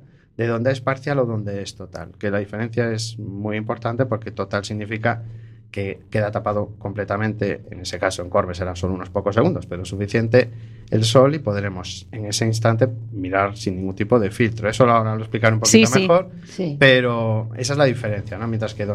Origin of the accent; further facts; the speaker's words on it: A Coruña, Galicia, Spain; No, no, porque soy coruñés.